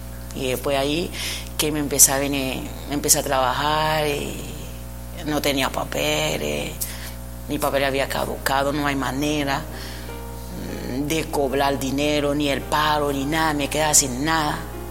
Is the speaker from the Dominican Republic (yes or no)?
no; Venezuela; now in Martinique; Y mi madre vive en la isla, salí de Venezuela, vive en Martinica.